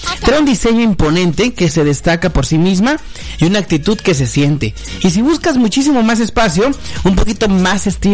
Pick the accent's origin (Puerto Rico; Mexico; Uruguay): Puerto Rico; Yo soy de Puerto Rico.